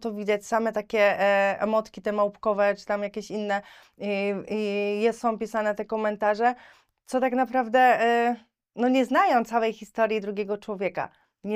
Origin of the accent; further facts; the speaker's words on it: Włocławek, Kuyavian-Pomeranian Voivodeship, Poland; Jak byłam na studiach, czy miałam praktyki, no to byłam w różnych miejscach u nas w Włocławku